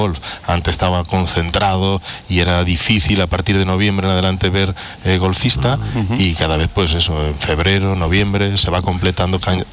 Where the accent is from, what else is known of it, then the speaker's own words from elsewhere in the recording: Galicia, Spain; now in Andalusia, Spain; Yo soy gallego.